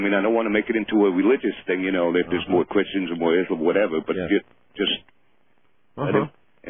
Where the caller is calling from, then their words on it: Suffern, New York, United States; from Suffern, New York